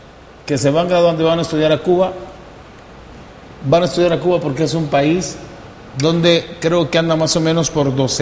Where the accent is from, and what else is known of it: Honduras